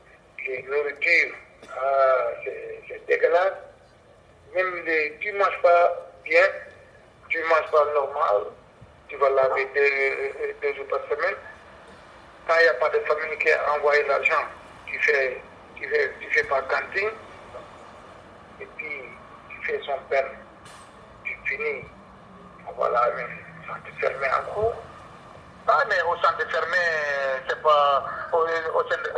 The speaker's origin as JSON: {"language": "French", "country": "Senegal", "moved": "as an adult", "lives_now": "Belgium", "said": "mon pays d'origine c'est Sénégal. Ouais, ça fait 8 ans que je suis là en Belgique."}